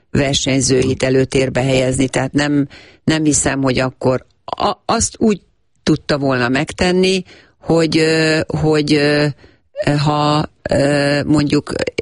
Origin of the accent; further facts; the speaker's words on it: Hungary; Én nagyon büszke vagyok, és voltam mindig is, hogy magyarként szerepeltem, vagy képviseltem az országomat.